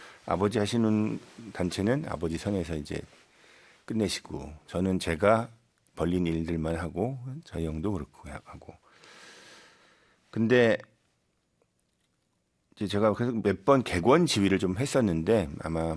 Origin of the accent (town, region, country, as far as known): South Korea